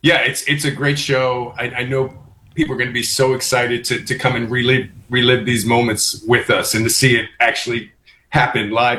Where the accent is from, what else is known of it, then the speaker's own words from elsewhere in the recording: Baltimore, Maryland, United States; Born and raised in Baltimore. Yeah, born and raised in Baltimore.